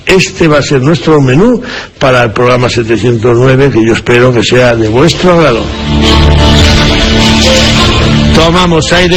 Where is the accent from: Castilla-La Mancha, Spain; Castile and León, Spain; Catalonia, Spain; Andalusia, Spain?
Castile and León, Spain; Zamora; Estos días mi tierra zamorana ha sido protagonista por los grandes incendios que allí se han degradado